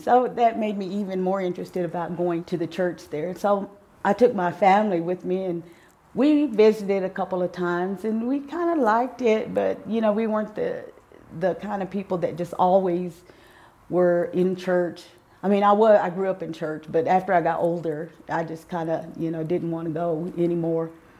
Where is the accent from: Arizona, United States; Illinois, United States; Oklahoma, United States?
Oklahoma, United States; Antlers; moved away as an adult; also born or lived in Bernalillo, New Mexico; now in Albuquerque, United States; I'm from the Choctaw Tribe of Antlers, Oklahoma. I've been in Albuquerque now for going on 15 years. I lived out in Bernalillo for a little while, and then I moved, bought a house in the Albuquerque area.